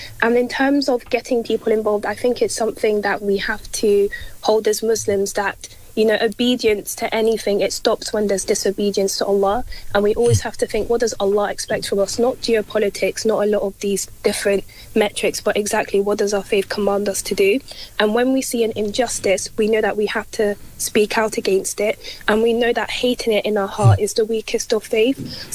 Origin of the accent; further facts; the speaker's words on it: United Kingdom; Yeah, so I'm from the UK, I'm a British citizen